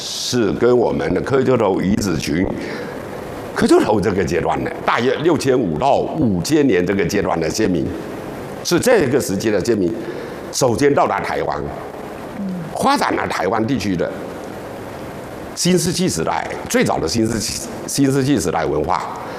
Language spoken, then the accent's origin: Chinese; China